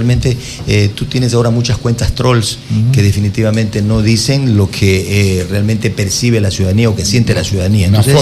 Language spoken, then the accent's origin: Spanish; Quevedo, Los Ríos, Ecuador; mi ciudad natal, que es Quevedo.